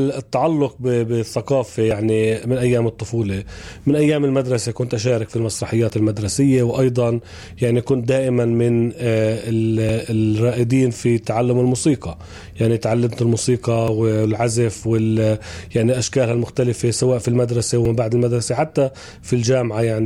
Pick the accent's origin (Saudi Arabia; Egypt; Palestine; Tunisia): Palestine; إحنا كفلسطينيين